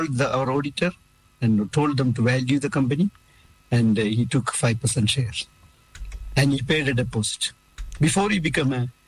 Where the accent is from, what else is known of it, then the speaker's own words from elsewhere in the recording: India; moved away; my hometown in India